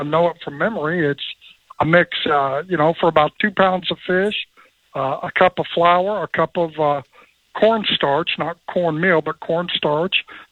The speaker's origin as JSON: {"language": "English", "region": "the South", "country": "United States", "said": "Well, I'm from the South, so we fry fish."}